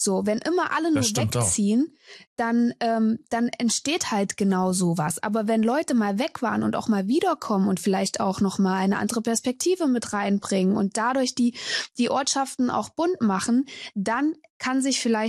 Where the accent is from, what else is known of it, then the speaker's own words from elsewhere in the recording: Thuringia, Germany; also born or lived in Berlin; now in Erfurt, Germany; Ich komme aus Thüringen. Das ist ja auch der Grund, warum wir wieder zurückkehren Richtung Heimat. Und deswegen, ja, Berlin ist jetzt Geschichte. Wir sind jetzt hier gerade in der Heimat, also im Eichsfeld.